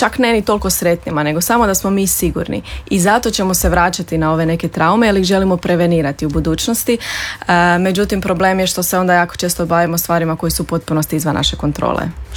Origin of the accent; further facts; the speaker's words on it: Croatia; now in Zagreb, Croatia; ovdje kod nas u Hrvatskoj, u Zagrebu